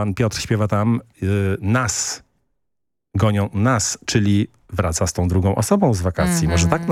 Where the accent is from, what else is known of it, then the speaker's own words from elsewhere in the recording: Warmian-Masurian Voivodeship, Poland; Ja jestem człowiek z Mazur, bardzo dumny, zakochany w tym regionie po uszy.